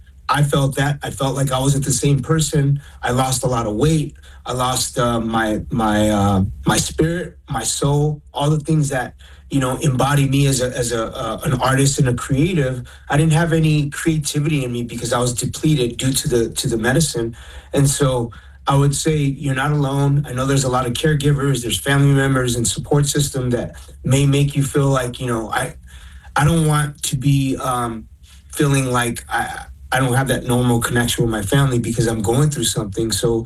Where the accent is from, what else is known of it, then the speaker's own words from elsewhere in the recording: Los Angeles, California, United States; I'm a proud Native American kid from East LA, born in Boyle Heights. And, you know, I'm Native American and Mexicano.